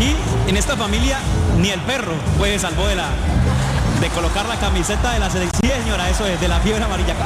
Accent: Cali, Valle del Cauca, Colombia; Yo también soy de Cali

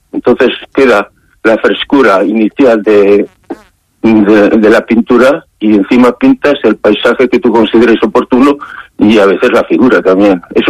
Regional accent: Sasamón, Castile and León, Spain; born there; moved away; Porque es mi pueblo, es lo que digo, es donde nací, y yo soy castellano, soy burgalés y soy de Sasamón. Eso es lo que digo siempre, aunque haya estado muy lejos de Sasamón.

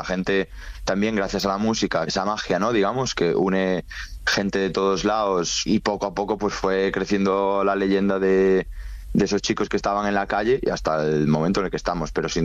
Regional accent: Galicia, Spain; yo, que soy de Galicia, Galiza, Baliza.

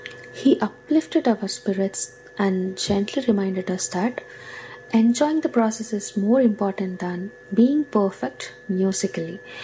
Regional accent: Udupi, Karnataka, India; moved away; So back in India, there was a concert of Sir in my hometown, Udupi, which is in Karnataka.

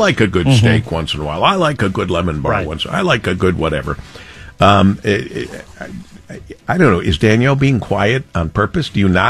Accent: Monroe, Michigan, United States; See, it was easy growing up in Monroe.

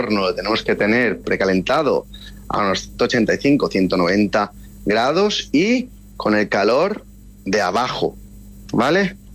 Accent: Balearic Islands, Spain; como buen mallorquín que soy, o buen mediterráneo

